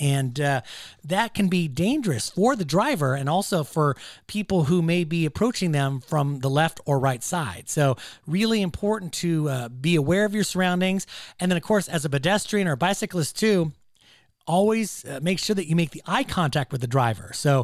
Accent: Davis, California, United States; my hometown here in Davis, California

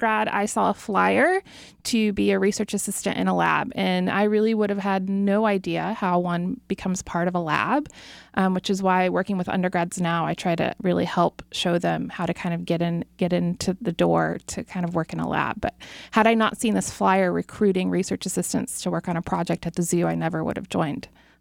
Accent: Indianapolis, Indiana, United States; now in Davis, United States; I'm from Indianapolis.

